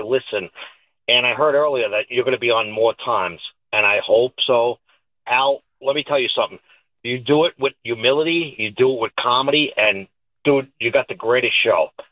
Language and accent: English; New York City, New York, United States; I've been a Met fan since, you know, since I was born. Even growing up in the Bronx, my dad was a Dodger fan somehow.